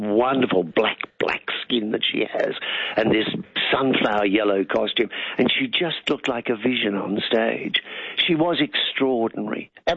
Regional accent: Agnew, Western Australia, Australia; born there; The day I was born, I was born in Agnew, which is further north than Gwalior. It was about 200 miles northeast of Kalgoorlie.

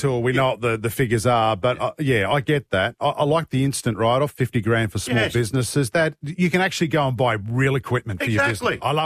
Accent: Sydney, New South Wales, Australia; moved away as an adult; now in Queensland, Australia; I mean, I do work in Queensland, Leaves, but I'm from Sydney. I'm a Yagoona boy. Birron boys high.

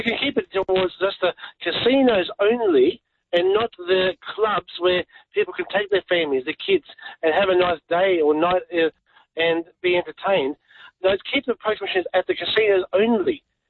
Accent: Perth, Western Australia, Australia; No, I'm from Perth, right?

